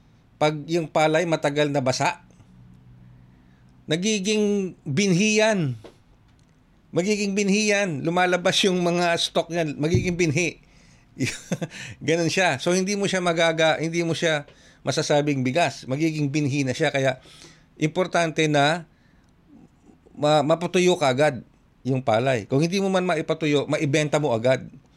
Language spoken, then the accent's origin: Tagalog; Central Luzon, Philippines; Sa totoo lang, taga Region 3 po ako, taga Tarlac ako.